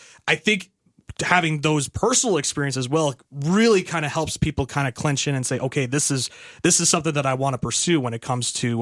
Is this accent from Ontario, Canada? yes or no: yes; Ottawa, Ontario, Canada; moved away as an adult; I come from Ottawa.